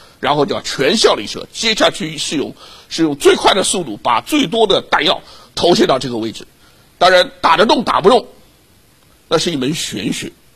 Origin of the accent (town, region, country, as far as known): Shanghai, China